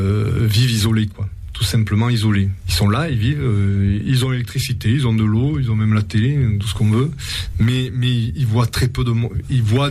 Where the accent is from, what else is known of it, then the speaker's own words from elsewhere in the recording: France; j'ai dit non, je suis français, mais moi je parle la langue d'ici.